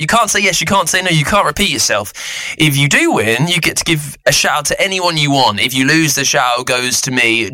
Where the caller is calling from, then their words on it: Yorkshire and the Humber, United Kingdom; I am from Yorkshire.